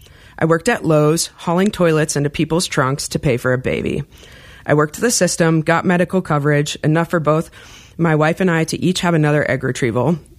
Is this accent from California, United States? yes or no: no; Flint, Michigan, United States; and I'm from Flint, Michigan.